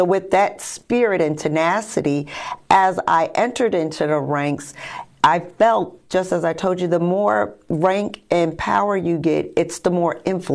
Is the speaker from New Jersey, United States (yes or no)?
yes; Union, New Jersey, United States; moved away as an adult; also born or lived in Richmond, Virginia / Portsmouth, Virginia / Lexington, Virginia; now in Florence, United States; So, born and raised in New Jersey, Union, New Jersey, for those fellow New Jerseyans that know a little bit about New Jersey. So, born and raised in Jersey, and then came down to Richmond, Virginia in about 2001 to be a police officer.